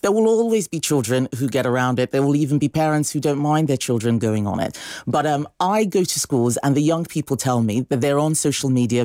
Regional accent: Nigeria; now in United Kingdom; I spent my childhood in Nigeria, a country where everybody looked the same, but there were hundreds of different tribes.

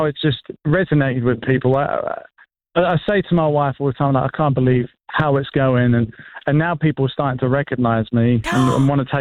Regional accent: Maidstone, South East England, United Kingdom; now in Alabama, United States; I'm from Maystone.

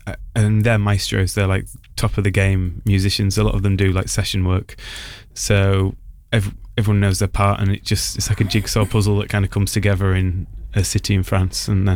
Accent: Leeds, Yorkshire and the Humber, United Kingdom; now in London, United Kingdom; Leeds, which is my hometown.

